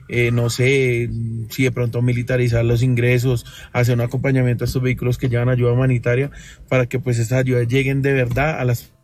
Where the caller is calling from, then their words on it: Bogotá, Colombia; Desde Bogotá.